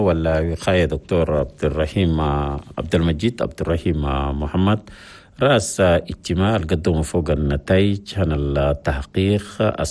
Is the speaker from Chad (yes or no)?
yes; Chad; النظافة في المؤسسات الصحية في بلدنا تشاد.